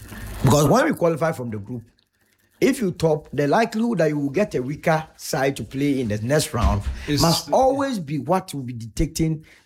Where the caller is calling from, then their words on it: Ghana; as a Ghanaian